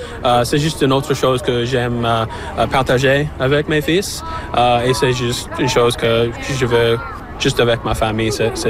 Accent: Bonshaw, Prince Edward Island, Canada; French is a second language; also born or lived in Charlottetown; je viens ici de Charlottetown. Je vis dans Charlottetown pendant que j'étais 18 ans, mais je viens de Bonshaw.

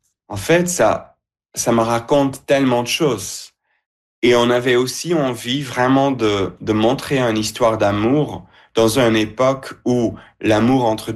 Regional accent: Belgium; Je viens de la Belgique.

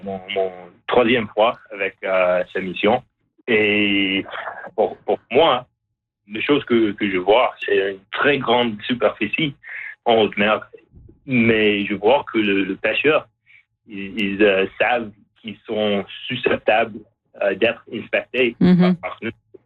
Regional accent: Canada; c'est un peu le même qu'on fait chez nous au Canada.

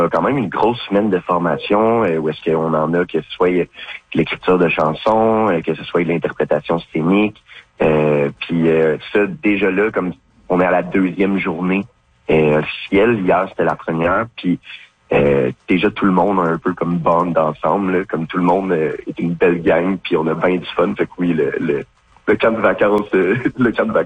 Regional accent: Havre-Saint-Pierre, Quebec, Canada; moved away as an adult; now in Montreal, Canada

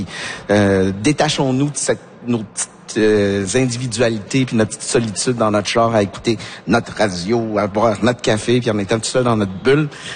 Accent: Quebec City, Quebec, Canada; Moi, je viens de Québec, dans une ville où on a de la difficulté à parler de mobilité.

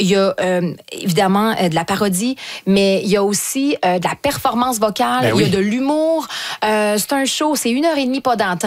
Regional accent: Quebec, Canada; accent: Québécois; Mais j'ai un fort accent québécois et je pense que ça amenait beaucoup un côté comique aussi à côté des autres qui étaient des anglophones.

